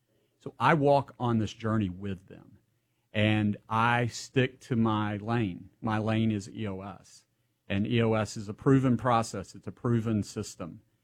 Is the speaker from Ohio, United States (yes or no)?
no; Chattanooga, Tennessee, United States; Yeah, so I grew up in Chattanooga.